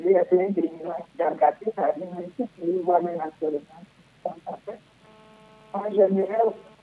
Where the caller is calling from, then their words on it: Yamoussoukro, Côte d’Ivoire; Yam Sokro, Belleville, Château.